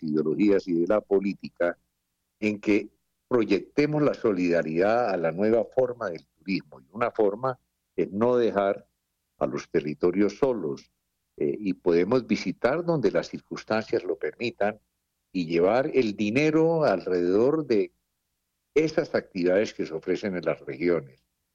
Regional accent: Colombia; unirnos más como colombianos

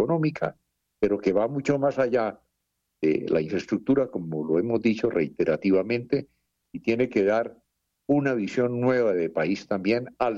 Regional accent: Colombia; unirnos más como colombianos

